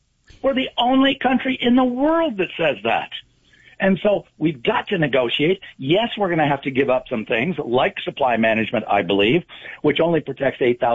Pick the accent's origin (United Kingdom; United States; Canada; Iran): Canada; I'm saying this as a Canadian born and raised here